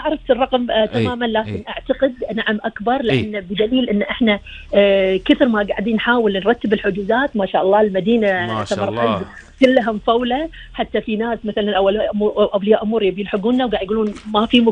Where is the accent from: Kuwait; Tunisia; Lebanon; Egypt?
Kuwait; لديرتنا الكويت